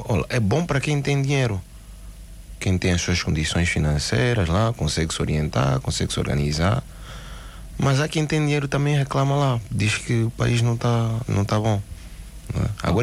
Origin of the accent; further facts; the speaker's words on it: Angola; now in Portugal; no meu caso, eu que cresci mesmo em Angola